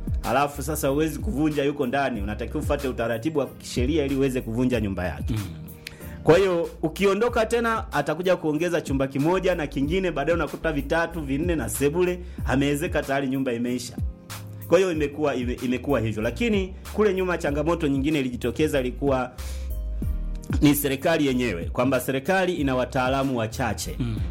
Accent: Kitwiru, Iringa, Tanzania; ukianzia kule kwetu Kitwiru, ukija Ruaha, ukienda huko Kihesa, kuna Mafifi

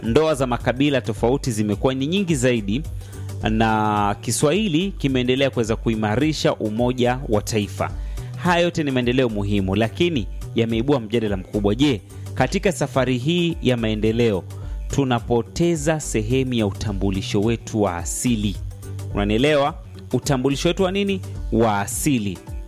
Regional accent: Mara, Tanzania; Let's say mimi nitoke hapa Mara, mimi ni mzawa wa Mara, nifike Dar es Salaam, nifike Dodoma

